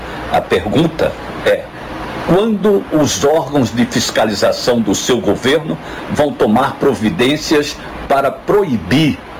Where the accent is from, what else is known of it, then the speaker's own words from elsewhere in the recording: Crato, Ceará, Brazil; born there; Como cearense nascido no Crato, eu me sinto à vontade para lhe fazer uma pergunta sobre a devastação da Chapada do Araripe